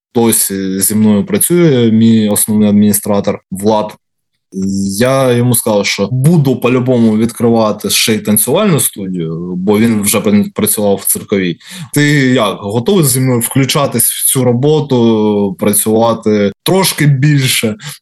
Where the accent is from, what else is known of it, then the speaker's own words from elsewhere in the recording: Kharkiv, Kharkiv Oblast, Ukraine; Я з Харкова